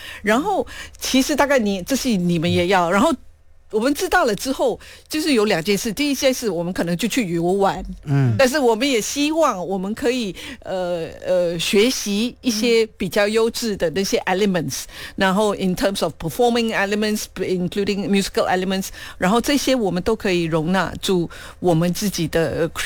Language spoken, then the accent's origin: Chinese; Malaysia